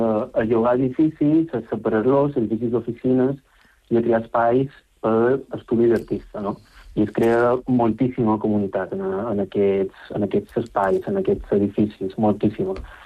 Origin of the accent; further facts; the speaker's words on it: London, United Kingdom; Jo que vinc de Londres, pues, tu m'ho poses un cel.